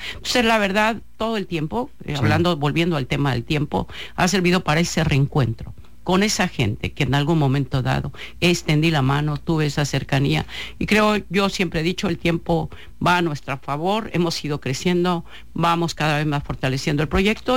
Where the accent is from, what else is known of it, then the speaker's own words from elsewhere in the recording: Sinaloa, Mexico; Ha sido, aquí nací, aquí he crecido y hay un gran amor por mi tierra.